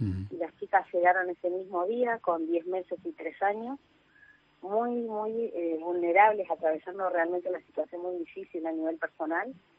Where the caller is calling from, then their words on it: General Pacheco, Buenos Aires Province, Argentina; soy de Pacheco.